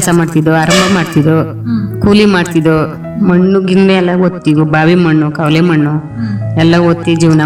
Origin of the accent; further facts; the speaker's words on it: Tatakere, Karnataka, India; ತಟಕೆರೆಯಿಂದ ಬಂದೀವಿ.